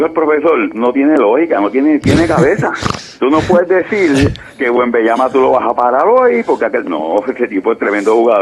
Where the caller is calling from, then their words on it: Puerto Rico; de Coupey.